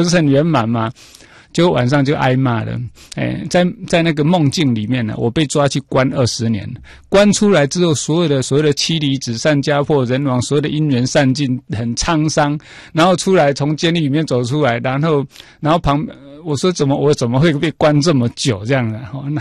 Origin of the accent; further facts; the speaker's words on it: Taiwan; 那我们台湾人是不用训练的